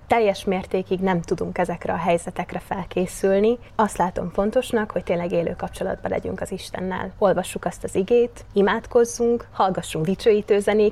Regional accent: Beregújfalu, Zakarpattia Oblast, Ukraine; moved away as an adult; also born or lived in Sárospatak, Hungary; Beregújfaluból származom, 23 éves vagyok

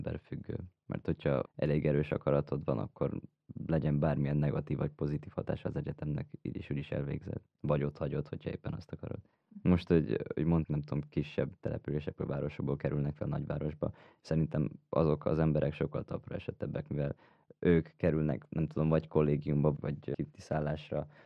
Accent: Cluj-Napoca, Cluj County, Romania; én, mint kolozsvári és egyetemre járó

